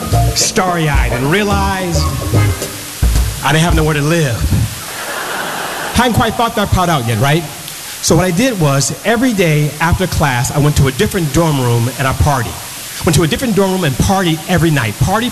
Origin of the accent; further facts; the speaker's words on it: Oakland, California, United States; I grew up on East 14th in Oakland, California.